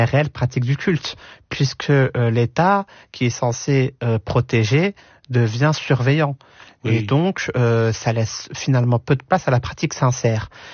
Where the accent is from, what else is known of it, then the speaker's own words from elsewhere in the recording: Algeria; pays qui est mon pays d'origine, l'Algérie